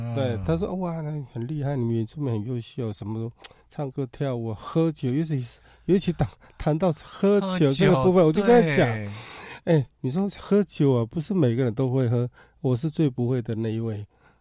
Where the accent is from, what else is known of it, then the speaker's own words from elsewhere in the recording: Taiwan; 我们原住民